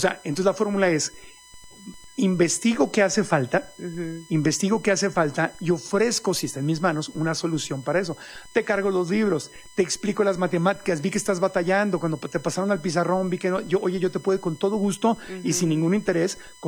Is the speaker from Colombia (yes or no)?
no; Ciudad Obregón, Sonora, Mexico; moved away; realidad compartida, yo crecí en Sonora, en Obregón